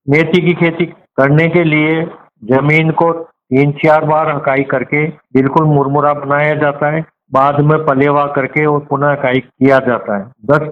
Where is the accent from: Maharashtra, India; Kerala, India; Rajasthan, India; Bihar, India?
Rajasthan, India; Gulkhedi; गांव गुलखेड़ी, तहसील चिपावड़ो, जिला बारा का रहने वाला हूँ।